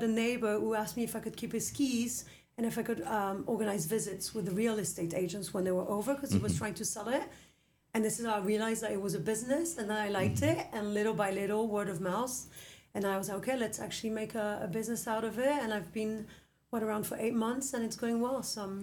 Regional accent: London, United Kingdom; also born or lived in Paris, France / Berlin, Germany; now in Mallorca, Spain; I've been here for 4 years. So basically, I was born in Paris. I grew up in London. Then we lived in Berlin for 10 years. And we moved from Berlin to here.

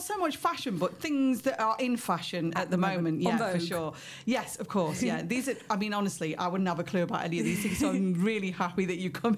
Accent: England, United Kingdom; now in Spain; being English with England, and then living in Spain

